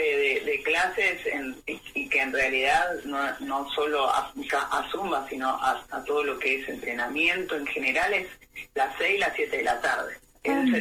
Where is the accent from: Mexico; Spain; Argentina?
Argentina; San Justo, Buenos Aires Province; Somos de San Justo, Morón, Luz Uriaga.